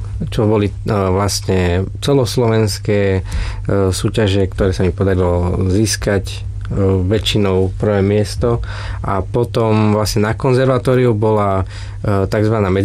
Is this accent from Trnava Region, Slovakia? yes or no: yes; Trnava, Trnava Region, Slovakia; Ja som sa narodil v Trnave, odtiaľ aj pochádzam z Trnavy a vlastne pochádzam z hudobnických rodín